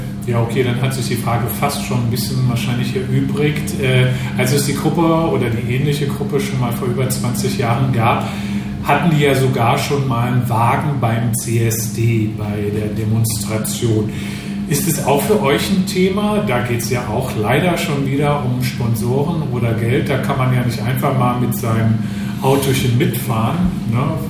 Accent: Frankfurt, Hesse, Germany; Ich bin Frankfurter. Da macht man natürlich immer Witze über die Offenbacher.

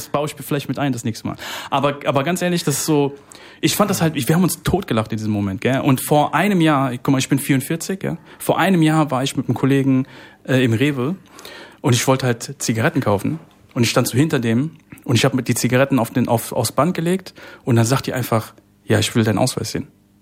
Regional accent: Germany; ich bin ja in Deutschland geboren, Koreaner.

